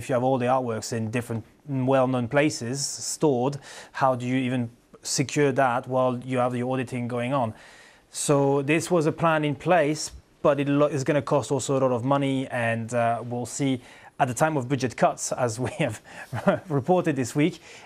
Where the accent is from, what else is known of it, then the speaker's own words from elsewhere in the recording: France; This is right next to my hometown.